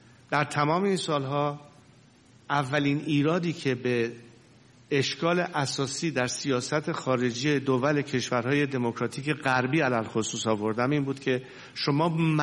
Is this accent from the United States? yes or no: no; Iran; moved away; من به عنوان یک ایرانی